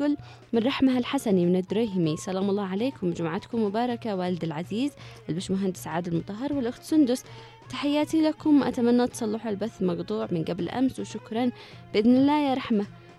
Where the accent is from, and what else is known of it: Yemen